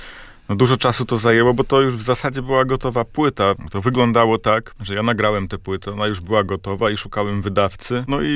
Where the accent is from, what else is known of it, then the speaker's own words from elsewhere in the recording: Sztum, Pomeranian Voivodeship, Poland; Ja jestem ze Sztumu i tak się składa, że starosta i jego żona są zakochani